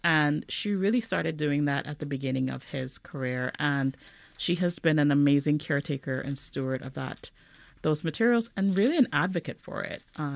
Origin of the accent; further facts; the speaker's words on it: Trinidad & Tobago; And I think for every child growing up in Trinidad, you know, we remember this.